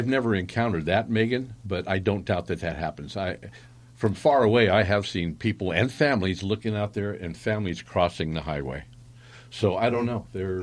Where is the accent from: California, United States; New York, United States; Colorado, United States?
California, United States; also born or lived in Sacramento; California, my state, my home state, and I still live there